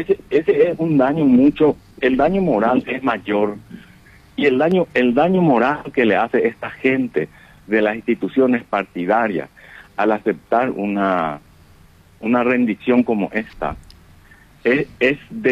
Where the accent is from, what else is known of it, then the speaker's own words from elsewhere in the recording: Presidente Franco, Alto Paraná, Paraguay; Yo nací en Franco, acá yo me crié.